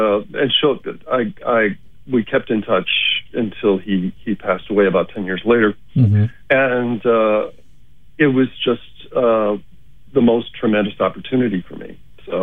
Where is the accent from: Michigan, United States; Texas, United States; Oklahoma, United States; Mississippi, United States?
Michigan, United States; I'm from Michigan, so you know, a Midwest boy